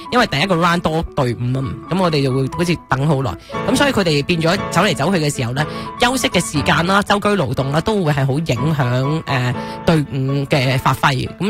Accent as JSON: {"language": "Cantonese", "country": "Canada", "said": "咁我哋加拿大人可以睇波啦"}